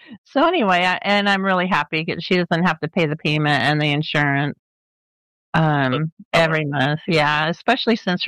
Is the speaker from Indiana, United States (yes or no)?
no; Los Angeles, California, United States; I was born where if it got below 65, we'd put on a jacket. Mm-hmm. So I grew up in Los Angeles where we didn't really have extremes of temperatures that much.